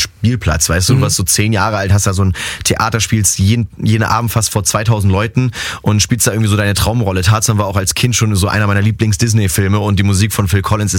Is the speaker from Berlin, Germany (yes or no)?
no; Hamburg, Germany; Es ist ja jetzt wieder in Hamburg im Start, ja, in meiner Heimat